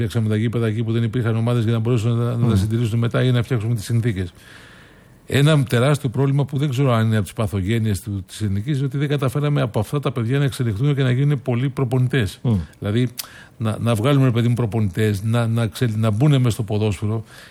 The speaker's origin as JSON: {"language": "Greek", "country": "Greece", "said": "Μια μικρή χώρα είμαστε"}